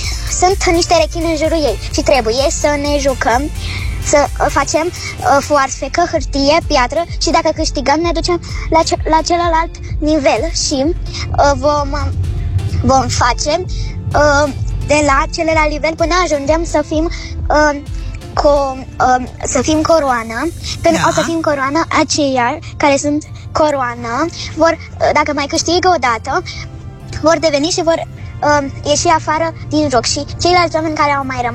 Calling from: Bucharest, Romania; din București și am 6 ani.

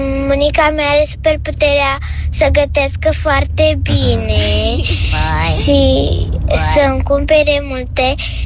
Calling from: Iași, Iași County, Romania; din Iași, am 8 ani

